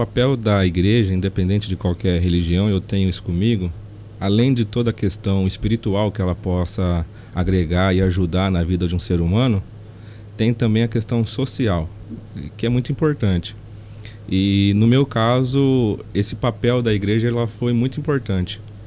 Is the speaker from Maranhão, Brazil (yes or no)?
no; Monte Alto, São Paulo, Brazil; Eu nasci aqui em Monte Alto, 1995, temos aí 31 anos.